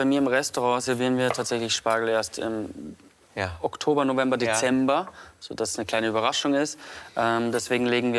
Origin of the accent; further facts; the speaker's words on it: Bavaria, Germany; also born or lived in Austria; In Österreich geboren, aber im Landkreis, so, Traunstein aufgewachsen.